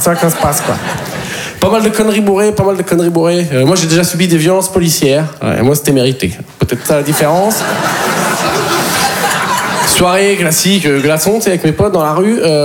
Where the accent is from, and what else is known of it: Poitiers, Nouvelle-Aquitaine, France